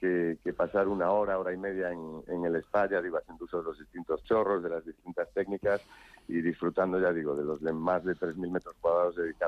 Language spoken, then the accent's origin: Spanish; Galicia, Spain